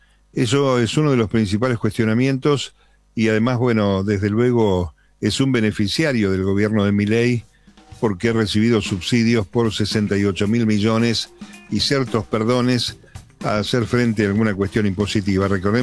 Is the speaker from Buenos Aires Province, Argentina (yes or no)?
yes; Caseros, Buenos Aires Province, Argentina; soy de Caseros